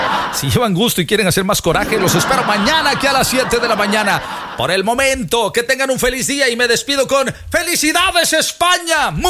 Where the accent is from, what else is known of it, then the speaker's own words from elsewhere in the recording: Veracruz, Mexico; yo soy de oro, y yo soy Jarocho.